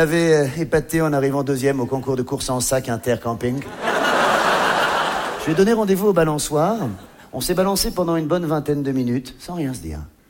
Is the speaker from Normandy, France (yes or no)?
yes; Grand-Quevilly, Normandy, France; Elle est rentrée chez elle à Châteauroux. Et moi, je suis rentré chez moi à Grand-Quevilly.